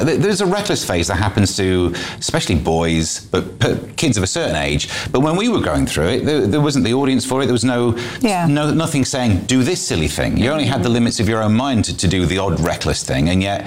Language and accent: English; Mansfield, East Midlands, United Kingdom; I grew up in Mansfield and, you know, working class background.